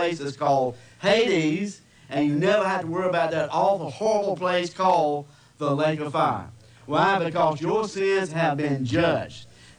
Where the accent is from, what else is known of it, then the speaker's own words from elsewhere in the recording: Henderson, United States; I said, I'm from Henderson, and I said, if it's possible, I would sure like to come by your home and visit with you for a while.